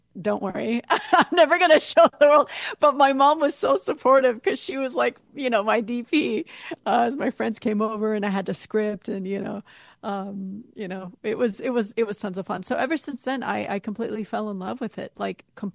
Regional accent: Abu Dhabi, United Arab Emirates; So we grew up in Abu Dhabi in the UAE.

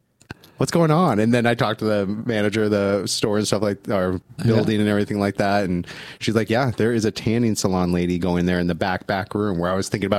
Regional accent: Los Angeles, California, United States; now in Michigan, United States; I remember when I was a kid that I was like, that thing was like $12, you know, in Los Angeles.

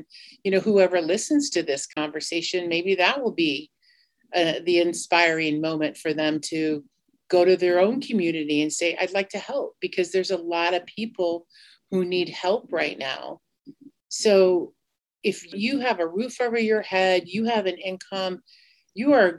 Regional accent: South Dakota, United States; I am a member of the Cheyenne River Sioux Tribe. I am from the Minikoju Lakota Band of the Cheyenne River Sioux Tribe.

